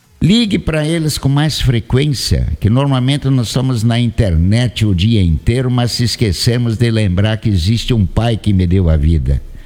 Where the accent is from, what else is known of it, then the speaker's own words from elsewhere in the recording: Iporã, Paraná, Brazil; E logo aqui em Iporã, onde era a minha terra, eu sempre quis voltar porque eu estive o resto do tempo fora.